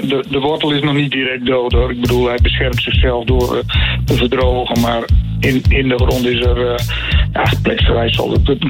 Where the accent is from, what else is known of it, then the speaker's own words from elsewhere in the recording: Groningen, Netherlands; ik ben een Groninger.